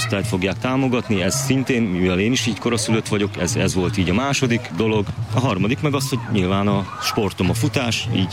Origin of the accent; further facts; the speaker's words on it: Salgótarján, Nógrád, Hungary; Mi magunk is szervezünk jótékonysági futóversenyeket itt Salgótarjánba